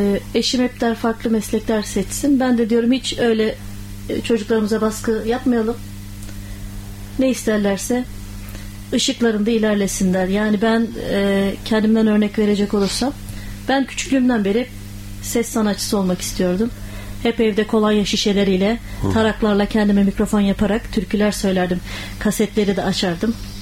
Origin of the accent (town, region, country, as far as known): Aydın, Turkey